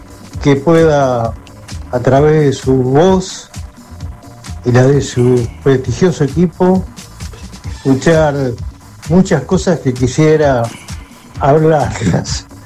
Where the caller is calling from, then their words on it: Buenos Aires, Argentina; de Parque Chacabuco.